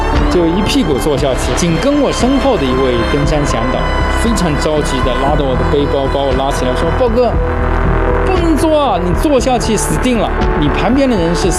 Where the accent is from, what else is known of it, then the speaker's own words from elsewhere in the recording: Yunnan, China; 作为云南人